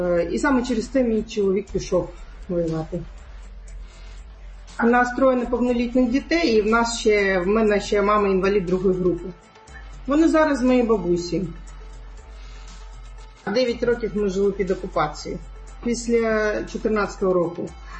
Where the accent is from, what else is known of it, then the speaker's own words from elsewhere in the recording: Crimea, Ukraine; Я кримська татарка, ми мусульманці. Вимушено переживаємо другу депортацію.